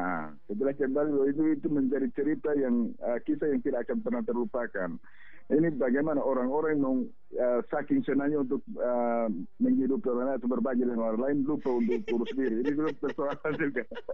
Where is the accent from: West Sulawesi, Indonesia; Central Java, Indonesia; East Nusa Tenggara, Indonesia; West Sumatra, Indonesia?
East Nusa Tenggara, Indonesia; born there; hasil asesmen nasional khusus di tempat kelahiran saya di Kabupaten TTS itu kakak sering jadi kabupaten terakhir